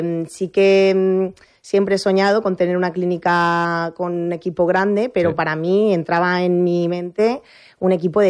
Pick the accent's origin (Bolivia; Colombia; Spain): Spain; Tobarra, Castilla-La Mancha; also born or lived in Murcia; Soy de Tobarra, de toda la vida, y sí que me fui a estudiar a Murcia